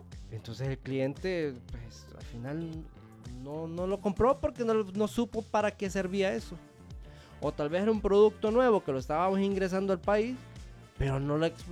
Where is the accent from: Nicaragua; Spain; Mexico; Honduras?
Honduras; Si ya nos conocemos como somos los hondureños.